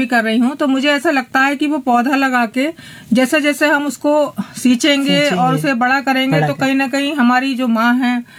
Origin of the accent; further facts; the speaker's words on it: Moradabad, Uttar Pradesh, India; मैं यहीं मुरादाबाद से बिलोंग करती हूं